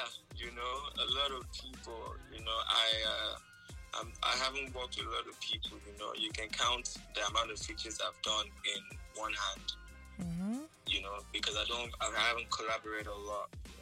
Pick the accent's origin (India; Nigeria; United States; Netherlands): Nigeria; Oyo; moved away; I'm actually from Oyo State